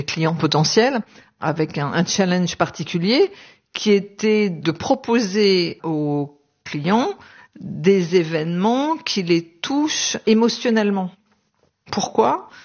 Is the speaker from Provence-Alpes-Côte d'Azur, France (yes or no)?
no; Lille, Hauts-de-France, France; born there; also born or lived in Paris; Je suis née à Lille, dans le Nord, capitale des Flandres.